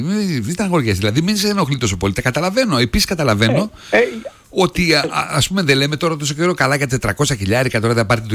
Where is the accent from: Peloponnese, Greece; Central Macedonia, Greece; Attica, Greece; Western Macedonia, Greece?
Central Macedonia, Greece; Thessaloniki; Σε όλο εκείνο το κομμάτι, μέχρι την Τζιμισκή, μέχρι την Καλαμαριά, είναι όλα κυτρινό μαύρα. Εκεί μεγάλωσα, εκεί γεννήθηκα.